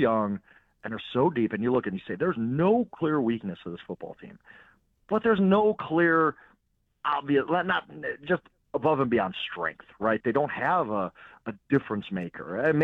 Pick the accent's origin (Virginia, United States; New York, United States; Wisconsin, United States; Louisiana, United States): Wisconsin, United States; I'm from Wisconsin.